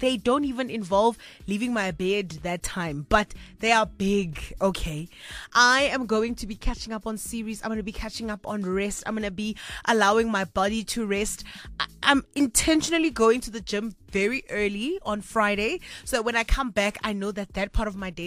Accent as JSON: {"language": "English", "town": "Kimberley", "region": "Northern Cape", "country": "South Africa", "tie": "born or raised there", "said": "Kimberley, which is my hometown."}